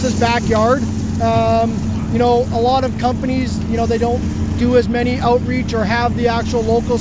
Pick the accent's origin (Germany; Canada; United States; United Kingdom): Canada; Saskatoon, Saskatchewan; because we're from Saskatchewan and Saskatoon and we're from the area